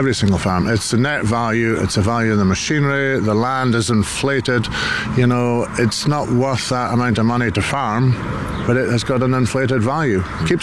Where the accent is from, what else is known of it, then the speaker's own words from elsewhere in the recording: Aberdeen, Scotland, United Kingdom; Well, I was born and bred in Aberdeen, a farmer through and through.